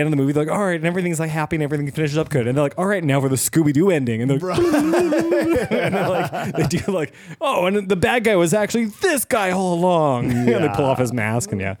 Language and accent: English; Whitehorse, Yukon, Canada; when I was a kid, I grew up in Wolf Creek, and the houses are so far apart in Wolf Creek